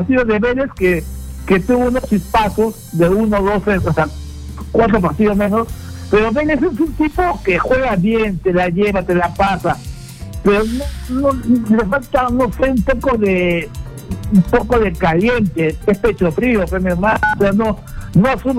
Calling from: Lima, Peru

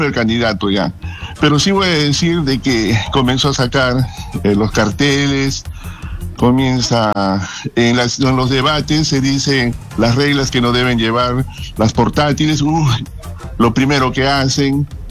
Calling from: Ilo, Moquegua, Peru

